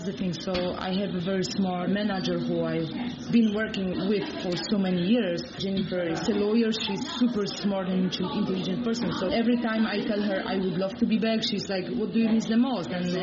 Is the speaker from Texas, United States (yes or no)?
yes; Austin, Texas, United States; I'm from Austin. They just opened the first pickleball court.